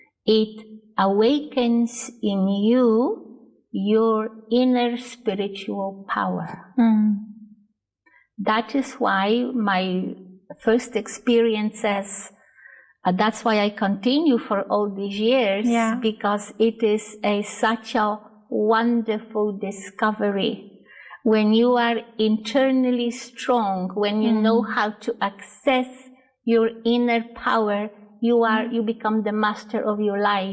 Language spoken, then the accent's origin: English; Poland; moved away; also born or lived in Canada; Well, I was born in Poland and it was a communist Poland at that time. So all my childhood was spent in a simple country. It was considered a third world country. Then when I grew up, I was taken by my family to Canada